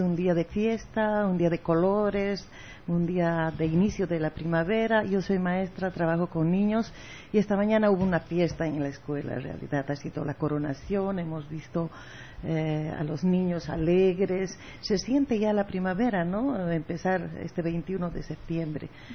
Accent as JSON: {"language": "Spanish", "region": "Oruro", "country": "Bolivia", "moved": "yes", "lives_now": "Santa Cruz, Bolivia", "said": "Yo soy una orureña más, soy una quirquincha más"}